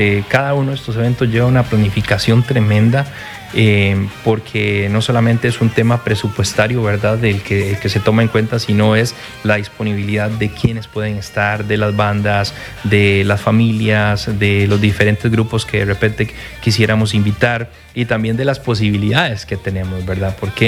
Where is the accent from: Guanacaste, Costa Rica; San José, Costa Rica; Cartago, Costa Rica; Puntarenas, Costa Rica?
Puntarenas, Costa Rica; nuestro cantón de corredores